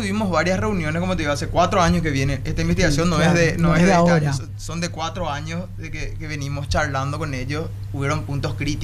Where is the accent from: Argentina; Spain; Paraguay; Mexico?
Paraguay; Somos una empresa paraguaya, somos paraguayos